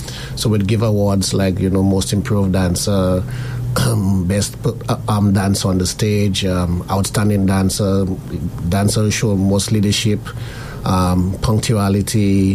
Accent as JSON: {"language": "English", "region": "Castries", "country": "St. Lucia", "tie": "born or raised there", "said": "I'm from East Castries, I'm Marshall area, mm-hmm. Bishop's Gap."}